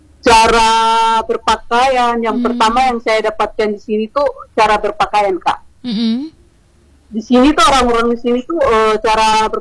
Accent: Central Papua, Indonesia; moved away as an adult; now in Meulaboh, Indonesia; Saya berasal dari Provinsi Papua Tengah, lebih tepatnya di Kabupaten Dogiai. Dogiai ini nama kecil kampung saya.

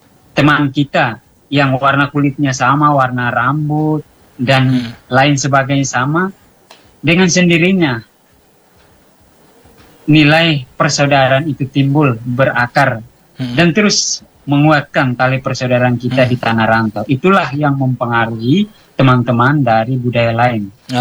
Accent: East Nusa Tenggara, Indonesia; moved away; kita sebagai orang Timor

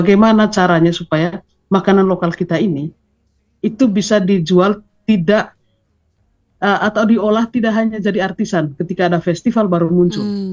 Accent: East Nusa Tenggara, Indonesia; ya memang ini makanan pokok kita orang NTT

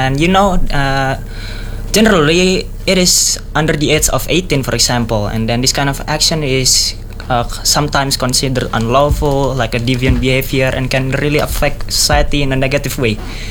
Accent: Jakarta, Indonesia; English is a second language; now in East Java, Indonesia; And I'm originally come from Jakarta, but now I'm taking education right here.

